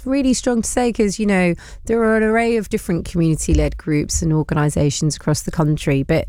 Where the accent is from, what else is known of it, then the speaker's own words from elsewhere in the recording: London, United Kingdom; I'll always kind of go to where I'm from in terms of being from the City of London first, rather than, you know, referencing, let's say, my ethnicity